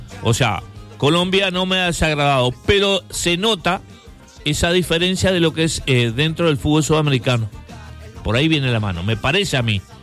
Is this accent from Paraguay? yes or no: no; Uruguay; Yo soy uruguayo.